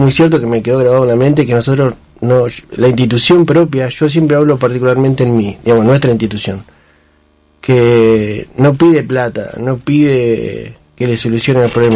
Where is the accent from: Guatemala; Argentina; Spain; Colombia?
Argentina; Somos el argentino, creo yo que es así.